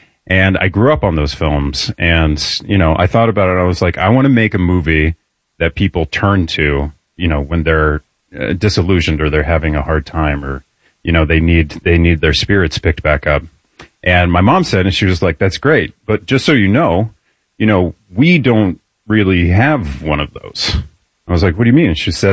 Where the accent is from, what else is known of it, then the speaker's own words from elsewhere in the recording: Greencastle, United States; But I grew up in Greencastle, and my mom was an all-star athlete, and she raised me by herself.